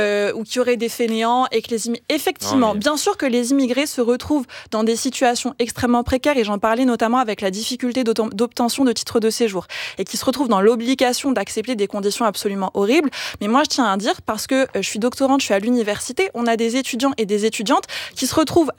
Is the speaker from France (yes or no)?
yes; France; Et effectivement, en tant que Français, quand on va immigrer dans notre pays, bah nous en fait on est les expatriés